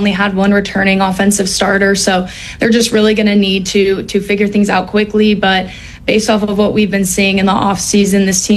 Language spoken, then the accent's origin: English; Austin, Texas, United States; this also has to do with the fact that I'm from Austin